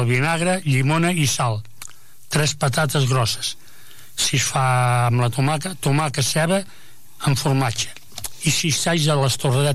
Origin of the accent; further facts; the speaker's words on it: Sils, Catalonia, Spain; born there; com era Sils, a casa de la meva mare